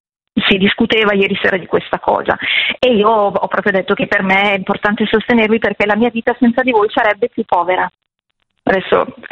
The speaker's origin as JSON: {"language": "Italian", "town": "Milan", "region": "Lombardy", "country": "Italy", "said": "Pur essendo milanese, sì. Vi ho conosciuto più tardi, intorno ai miei, credo, 25-30 anni, una cosa del genere. E adesso ne ho 50 come Radio Popolare. Ecco sì, sono del 75 come Radio Popolare."}